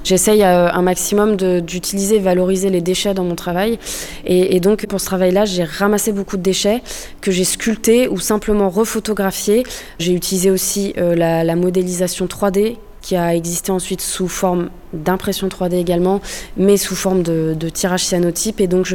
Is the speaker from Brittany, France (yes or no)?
yes; Brittany, France; Je suis originaire de Bretagne. Je vis depuis 3-4 ans à Saint-Malo.